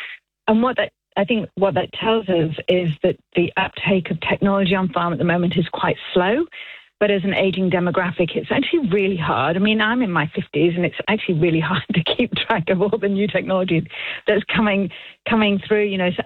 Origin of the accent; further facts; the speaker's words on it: Manchester, North West England, United Kingdom; now in New Zealand; I am. I am from Manchester.